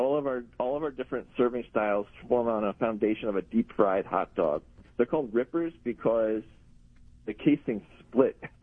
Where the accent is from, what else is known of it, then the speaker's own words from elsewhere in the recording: New Jersey, United States; it's all love letter to my home state, New Jersey.